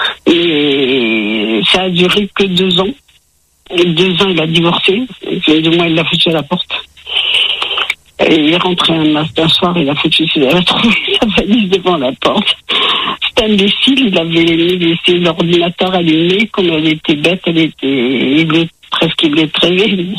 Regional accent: Italy; que je reprenne mon nom de jeune fille, parce que je suis italienne

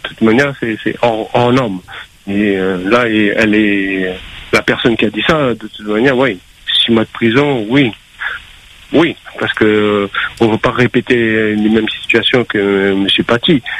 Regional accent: Réunion, France; moved away as an adult; Moi, je me rappelle, quand je suis parti de La Réunion, j'ai fait mon contingent 88-89.

